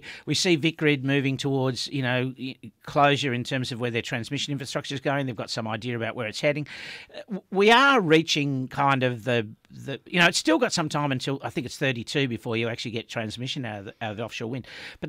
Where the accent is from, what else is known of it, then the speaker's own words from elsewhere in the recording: Victoria, Australia; I'm from Gippsland.